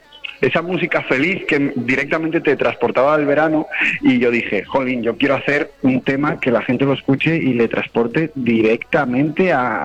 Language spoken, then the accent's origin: Spanish; Coslada, Community of Madrid, Spain; yo soy de Madrid, soy de Coslada